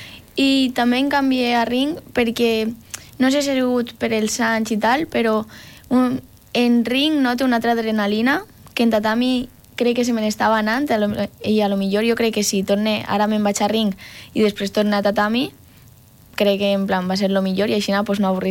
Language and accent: Catalan; Benifaió, Valencian Community, Spain; jo soc de Benifaió i tinc 40 minuts de viatge.